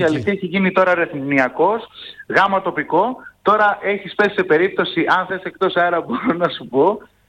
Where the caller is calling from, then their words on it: Rethymno, Crete, Greece; από Ρέθυμνο.